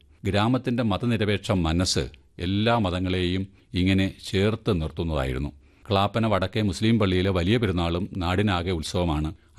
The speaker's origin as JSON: {"language": "Malayalam", "town": "Clappana", "region": "Kerala", "country": "India", "tie": "born or raised there"}